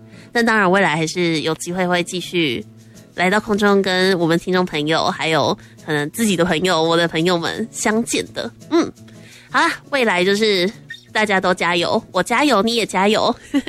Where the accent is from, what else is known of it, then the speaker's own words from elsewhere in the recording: Changhua County, Taiwan; now in Taipei, Taiwan; 我有预计呢会从台北搬回去我的老家彰化一阵子，就是休息一下，然后也陪陪家人这样。